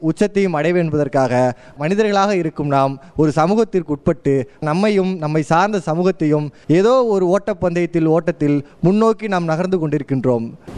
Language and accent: Tamil; Kulithalai, Tamil Nadu, India; என்னுடைய ஊர் குளித்தலை.